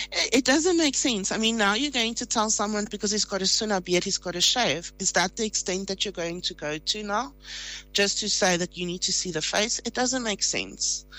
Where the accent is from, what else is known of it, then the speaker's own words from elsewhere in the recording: South Africa; I'm actually a South African citizen and I'm Afrikaans. And that's why I also prefer saying